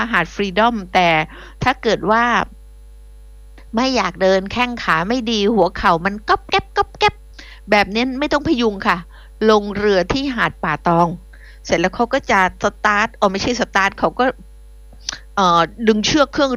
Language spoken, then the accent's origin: Thai; Phuket, Thailand; บ้านดิฉันเองจังหวัดภูเก็ตดิฉันได้เป็นคนบ้านนอกเนาะอยู่นอกนะนอกแผ่นดินนะดิฉันมาจากเกาะ